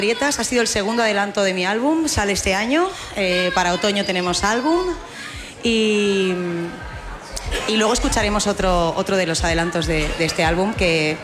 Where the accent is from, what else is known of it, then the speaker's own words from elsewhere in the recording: Bilbao, Basque Country, Spain; yo soy de Bilbao, adoro mi país vasco